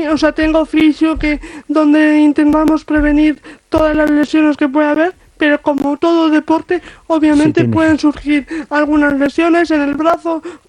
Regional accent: Guernica, Basque Country, Spain; cuando voy a Guernica, a mi pueblo, pues la gente pues ya me empieza a conocer más

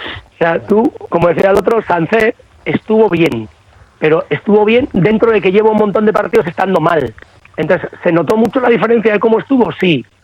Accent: Bilbao, Basque Country, Spain; Si no me tienen como de Deusto, pues soy de Bilbao a todos los efectos.

